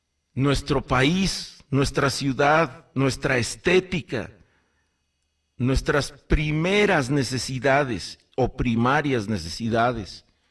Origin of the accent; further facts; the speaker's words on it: Mexico; born there; soy mexicano y me encanta más mi país. Es el en el que nací, es en el que nacieron mis ancestros